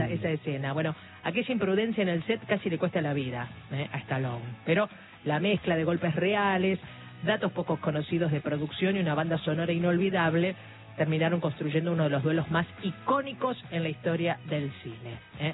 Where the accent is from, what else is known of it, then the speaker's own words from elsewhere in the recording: Córdoba, Argentina; now in Paraná, Argentina; el cordobés que vive en Paraná.